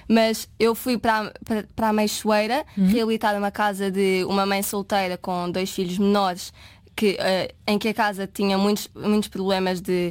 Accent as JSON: {"language": "Portuguese", "region": "Lisbon", "country": "Portugal", "said": "Sou de Lisboa, exatamente."}